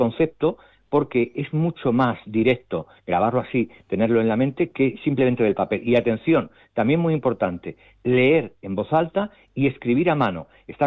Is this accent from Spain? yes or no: yes; Toledo, Castilla-La Mancha, Spain; en la Comunidad de Castilla-La Mancha, yo soy de Toledo